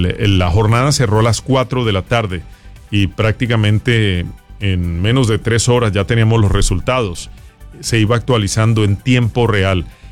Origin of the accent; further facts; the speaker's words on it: Colombia; now in United States; lo digo como colombiano